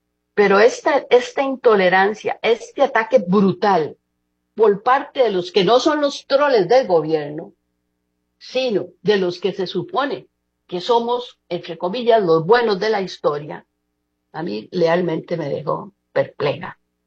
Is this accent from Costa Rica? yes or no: yes; Costa Rica; Algo nos desenfocó como costarricenses.